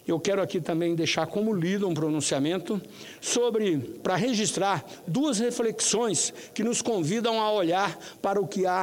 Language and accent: Portuguese; Rondonópolis, Mato Grosso, Brazil; o falecimento de dois importantes nomes da história da minha cidade natal, Rondonópolis.